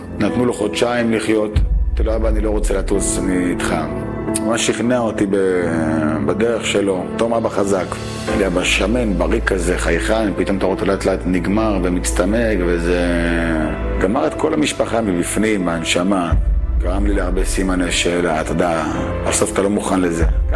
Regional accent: Tel Aviv, Tel Aviv District, Israel; גדלתי בבית מרובה ילדים, בתל אביב.

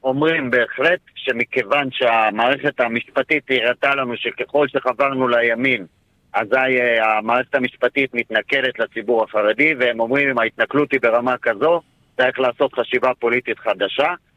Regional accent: Jerusalem, Jerusalem District, Israel; כי בירושלים, כירושלמי מכל חיי

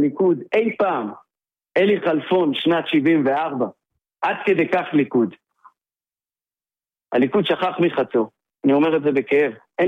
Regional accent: Hatzor HaGlilit, Northern District, Israel; אני קודם כל תושב חצור. אני בן חצור, אני בן הגליל.

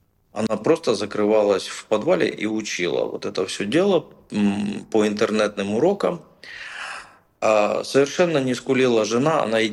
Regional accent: Zakarpattia Oblast, Ukraine; И я, это из Закарпатья человек.

